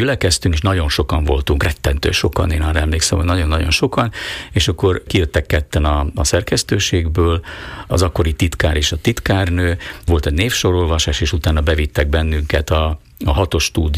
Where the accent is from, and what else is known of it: Búč, Nitra Region, Slovakia; born or raised there; moved away as an adult; now in Bratislava, Slovakia